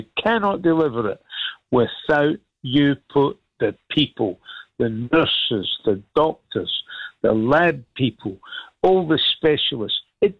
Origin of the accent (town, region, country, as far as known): Barrhead, Scotland, United Kingdom; born or raised there